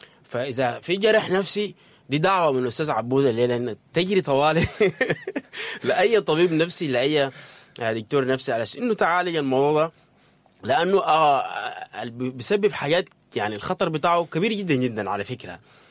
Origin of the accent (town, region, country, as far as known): Sudan